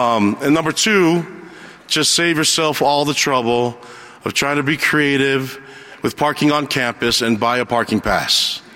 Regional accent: Laie, Hawaii, United States; born there; also born or lived in Nuku'alofa, Tonga; I was born in Nuku'alofa, Tonga. Months after my birth, our family moved to Laie, Hawaii

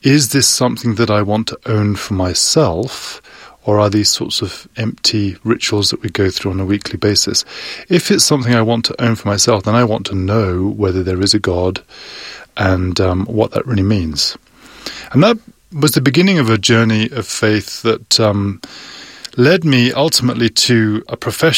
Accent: London, United Kingdom; And I grew up a Baptist in England, in the Greater London area. My mother used to take us to church every week.

